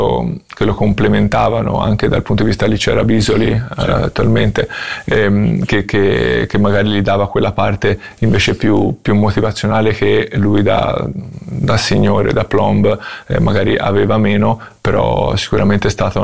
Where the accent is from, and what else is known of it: Tuscany, Italy; also born or lived in Ghizzano